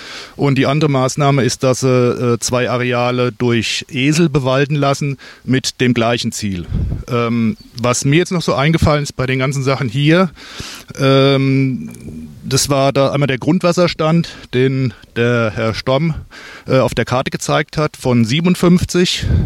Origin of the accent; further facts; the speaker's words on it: Griesheim, Hesse, Germany; ich komme aus Griesheim, in Griesheimer Stadtwald.